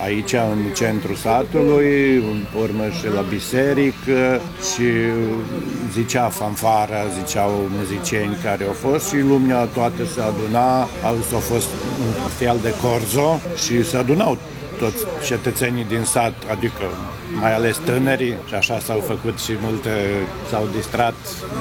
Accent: Banatsko Novo Selo, Vojvodina, Serbia; born there; 7 generații sunt născute într-o casă, așa că istoria merge din 1800, cât știm noi. Noi aici am trăit, trăim aici, în satul nou, deja, spun, 7 generații.

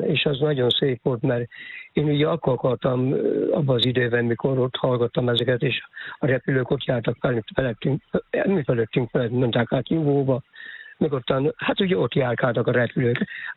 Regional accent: Öttömös, Csongrád-Csanád, Hungary; born there; Hát ez ugye Ötemesen volt kint, a szülőházam, ahol volt.

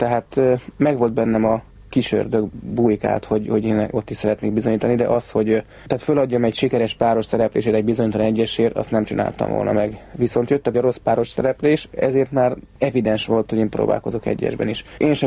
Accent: Budapest, Hungary; born there; Pesten születtem, ott is lakomanyaik, azok érre költöztek 4 évvel ezelőtt, 2 kutyával ott.

